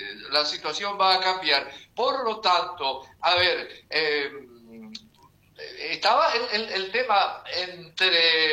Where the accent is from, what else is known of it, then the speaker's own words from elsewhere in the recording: Paraguay; nosotros personalmente como ciudadanos paraguayos